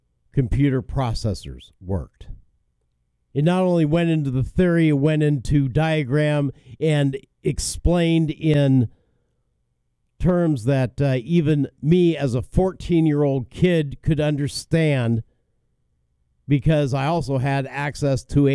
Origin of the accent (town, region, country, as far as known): Wyoming, United States; born there